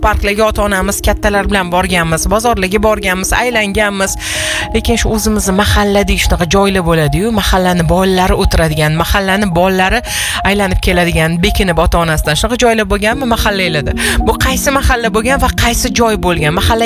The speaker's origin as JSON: {"language": "Uzbek", "region": "Tashkent", "country": "Uzbekistan", "tie": "born or raised there", "said": "biz ham o'sha hovlilarda tug'ilganmiz. Shu hovlida tug'ilib, katta bo'lib, keyin esa uchirma bo'lganmiz shu hovlilardan. Va bizni Shofayz mahallada biz aylangani boradigan yoki chiqadigan joylarimiz yo ko'kchaga chiqardik"}